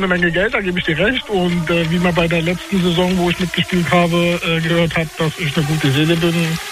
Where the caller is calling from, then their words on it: Berlin, Germany; Na, ich bin auch gerade auf Arbeit und komme aus Hohenschönhausen, Wattenberg.